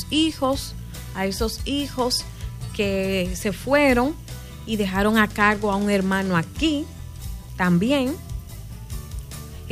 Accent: Dominican Republic; como dominicanos nosotros tenemos una tradición

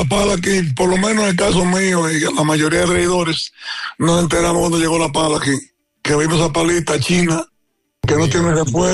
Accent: Sabana Iglesia, Santiago, Dominican Republic

